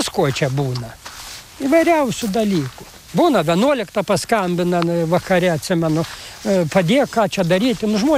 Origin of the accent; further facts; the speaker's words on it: Šiauliai County, Lithuania; Prie užvenčio, netoliau. Kelmės pats pakraštys buvo, Kelmės rajono